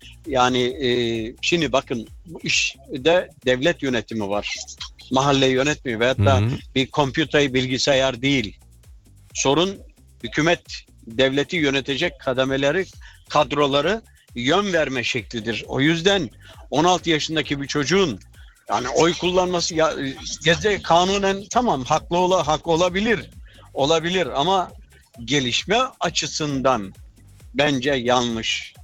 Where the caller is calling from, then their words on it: Hamburg, Germany; Hamburg'dan arıyorum.